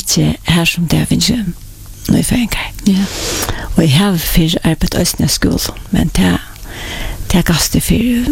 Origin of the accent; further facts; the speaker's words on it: Klaksvík, Faroe Islands; Jag är uppvuxen i Klaxvik. Och jag är född i Surveje. Bodde först i fem år i Surveje.